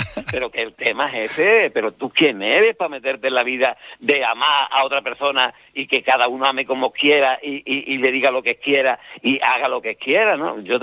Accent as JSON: {"language": "Spanish", "region": "Andalusia", "country": "Spain", "accent": "Andalusian", "said": "yo no hablo malamente el castellano, yo hablo andaluz. Yo hablo andaluz porque soy andaluz, ya está. Que me como las hache, que me como muchas veces las hache, pues me como."}